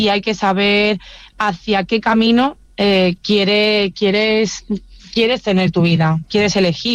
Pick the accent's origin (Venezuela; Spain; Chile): Spain; Huelva, Andalusia